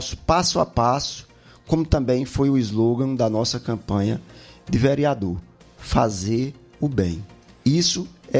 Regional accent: Campina Grande, Paraíba, Brazil; eu nasci no Hospital da FAP. Eu resido na Rua 15 de Novembro, na mesma casa, desde que nasci. Então, eu tenho uma identificação com o bairro da Palmeira, com a área norte de Campina Grande

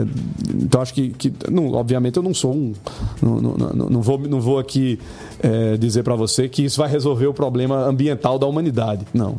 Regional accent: Sousa, Paraíba, Brazil; born there; um candidato de Sousa, que é a minha terra

